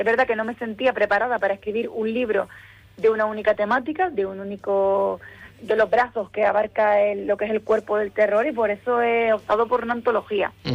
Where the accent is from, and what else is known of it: Canary Islands, Spain